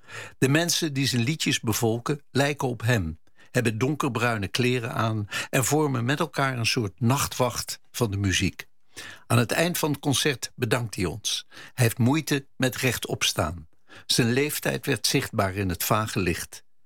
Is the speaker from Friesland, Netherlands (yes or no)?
no; North Brabant, Netherlands; En ik kom inderdaad uit Brabant.